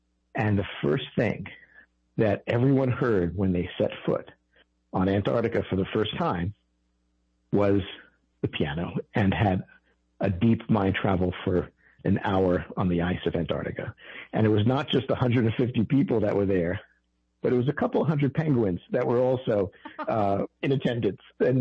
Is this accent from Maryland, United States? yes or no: no; New York City, New York, United States; born or raised there